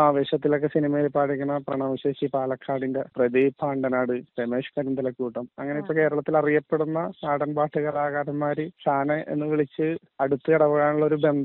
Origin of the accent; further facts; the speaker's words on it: Mulavukad, Kerala, India; മുളവുകാട് ഒരു ഗ്രാമത്തിൽ ജനിച്ചു വളർന്നാണ്.